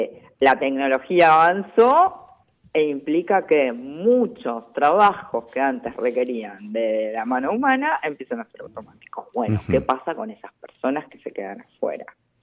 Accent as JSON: {"language": "Spanish", "country": "Argentina", "said": "Nosotros como argentinos sabemos, los que somos más grandes"}